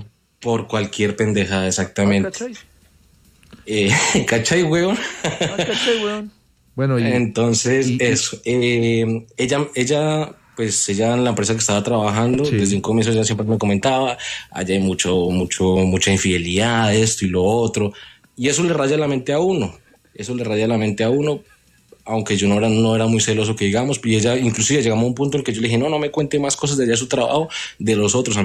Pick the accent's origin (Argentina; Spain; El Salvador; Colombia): Colombia; now in Chile; soy colombiano.